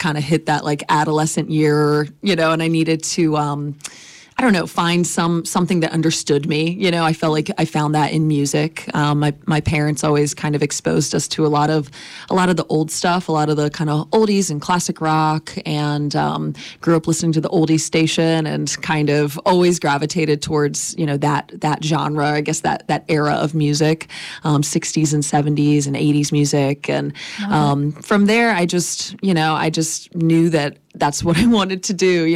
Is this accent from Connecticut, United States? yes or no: no; Richmond, Virginia, United States; I grew up in the Richmond area and went to JMU as well